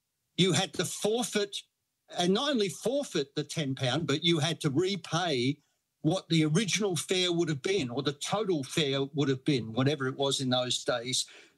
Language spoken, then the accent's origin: English; Australia; also born or lived in London, United Kingdom; I was born in London in 1953. We emigrated to Australia in 1961, 10-pound poms. We came to Australia on a ship full of migrants, of course.